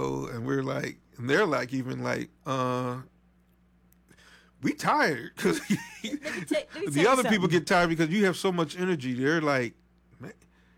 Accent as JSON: {"language": "English", "region": "Pennsylvania", "country": "United States", "said": "we're from Pennsylvania."}